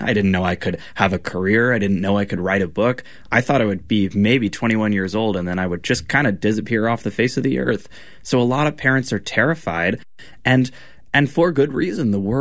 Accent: Connecticut, United States; born there; I was born a girl in Connecticut

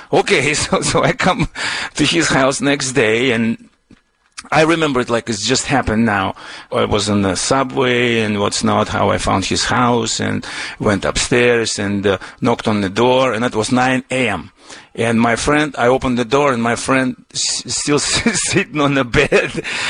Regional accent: Moscow, Russia; English is a second language; moved away as an adult; now in United States; my home country of Soviet Union then, but I still consider it Russia, to America, where I came to in 73. I escaped from then Soviet Union

